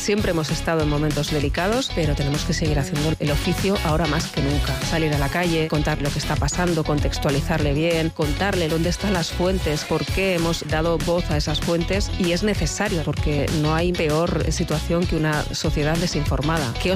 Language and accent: Spanish; Pamplona, Navarre, Spain; now in Madrid, Spain; Cuando pasas el Ecuador de más años en Madrid que en Pamplona, eso duele. Pero ahí estás reivindicando de dónde vienes y tu tierra.